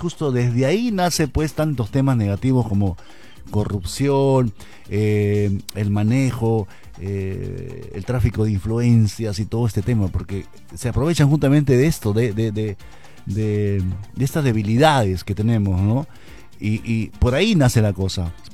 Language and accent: Spanish; Peru; Como todo peruano lo deseamos.